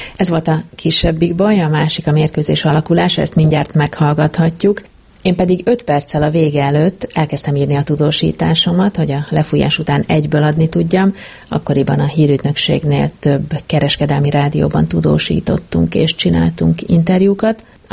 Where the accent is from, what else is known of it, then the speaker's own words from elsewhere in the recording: Százhalombatta, Pest, Hungary; amikor szülővárosomban Százhalombattán rendezték a Magyar Kupa 4-es döntőt